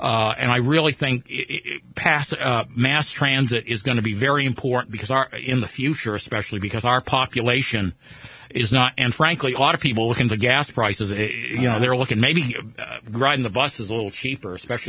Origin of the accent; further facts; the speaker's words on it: United States; I grew up in America